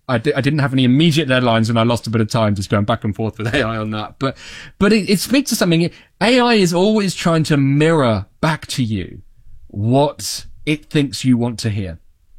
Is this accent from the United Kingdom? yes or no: yes; United Kingdom; because I'm British